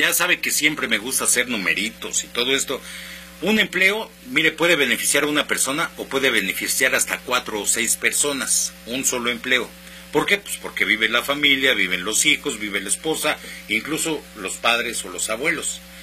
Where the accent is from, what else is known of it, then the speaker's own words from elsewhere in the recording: Mexico; cuando somos ciudadanos, cuando somos mexicanos